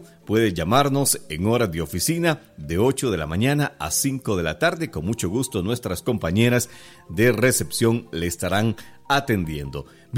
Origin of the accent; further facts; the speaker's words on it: Costa Rica; para nosotros, como ticos, nos sentimos muy orgullosos de nuestro café